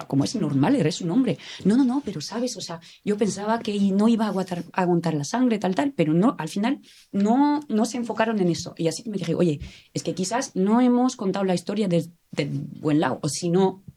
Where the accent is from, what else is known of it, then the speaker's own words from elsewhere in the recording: Nîmes, Occitania, France; Spanish is a second language; moved away as an adult; also born or lived in Paris; soy de Nimes, de Francia. Así que ya te explica como la mayor parte de la respuesta, ¿no? Pero diría en una familia súper aficionada de Nimes.